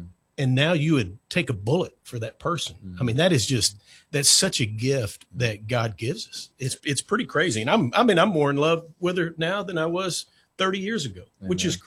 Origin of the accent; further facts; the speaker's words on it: Vernon, Texas, United States; I grew up in Vernon, Texas. That's kind of north central Texas, pretty close to Wichita Falls.